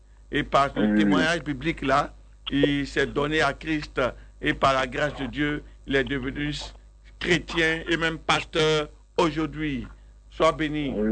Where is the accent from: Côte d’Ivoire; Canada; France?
Côte d’Ivoire; Abidjan; c'est un quartier dans lequel aussi j'ai grandi, à la Rivera 2.